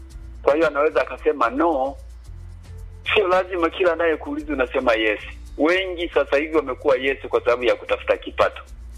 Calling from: Tanzania

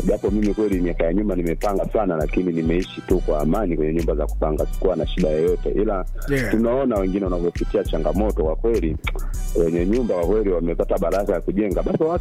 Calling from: Ilula, Iringa, Tanzania; napiga simu hii nikiwa Iringa, Ilula, Tanzania.

